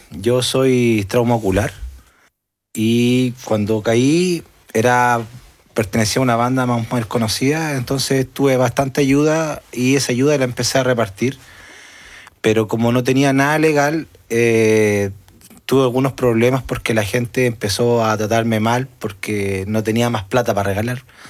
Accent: Chile; Venimos de Chile

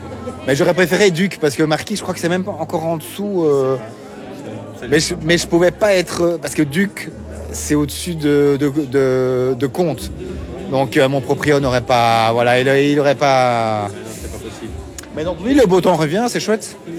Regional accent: Brussels, Brussels-Capital Region, Belgium; Moi, je suis bruxellois là-bas. Ça fait 2 ans et demi que j'habite ici. J'avais toujours dit que je ne sais pour expliquer un petit peu le contexte, que je ne quitterai jamais Bruxelles.

